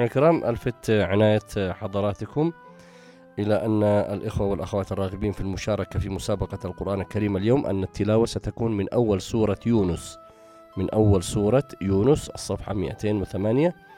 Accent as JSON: {"language": "Arabic", "country": "Yemen", "said": "بلادنا اليمن."}